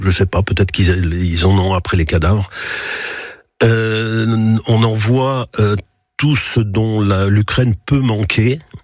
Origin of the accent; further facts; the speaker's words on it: France; born there; Alors, moi, j'y suis né en France. C'est mes parents qui ont rejoint la France en 1945, 6, 7, je ne sais pas exactement quelle année. Ils se sont mariés ici, je suis né en France. Mm-hmm. Donc, je suis français de France.